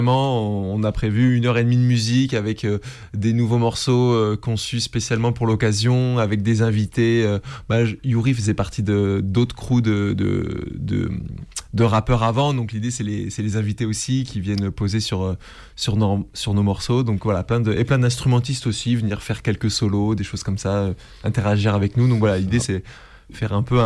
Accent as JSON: {"language": "French", "town": "Grenoble", "region": "Auvergne-Rhône-Alpes", "country": "France", "said": "Déjà, on vient de Grenoble, donc on a beaucoup joué sur Grenoble"}